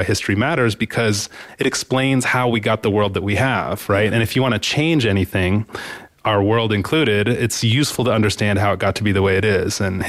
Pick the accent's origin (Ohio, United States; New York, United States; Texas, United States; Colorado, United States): Colorado, United States; Boulder; Absolutely. Yeah, I grew up in Boulder, and I never would have imagined that I would become a professor of history.